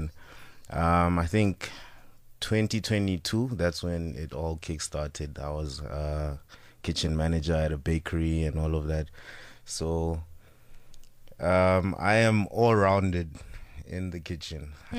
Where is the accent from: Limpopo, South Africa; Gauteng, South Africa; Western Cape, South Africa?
Limpopo, South Africa; So I am born and raised in Limpopo, South Africa.